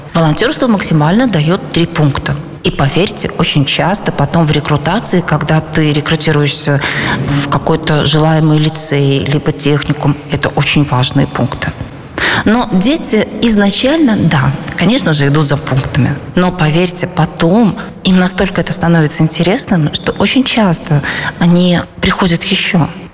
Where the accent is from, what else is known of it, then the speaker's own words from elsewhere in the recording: Belarus; moved away; Мы принимали решение о эмиграции, осознавая, почему мы это делаем, да, что вот мы белорусы, мы не можем жить в своей стране, мы вынуждены эмигрировать.